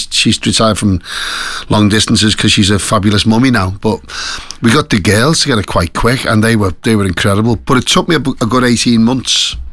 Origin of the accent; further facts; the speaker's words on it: Liverpool, North West England, United Kingdom; growing up in Liverpool